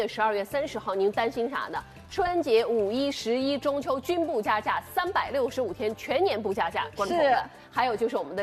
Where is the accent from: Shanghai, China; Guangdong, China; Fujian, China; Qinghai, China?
Shanghai, China